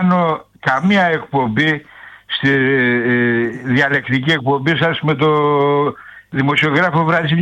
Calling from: Piraeus, Attica, Greece; εγώ είμαι από την Καστέλα. Είμαι από τον Πειραιά και είμαι Ολυμπιακός.

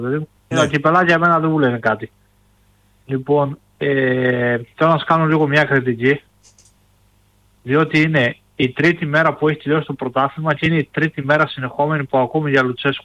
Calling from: Drama, Eastern Macedonia and Thrace, Greece; όπως είμαι εγώ από τη Δράμα

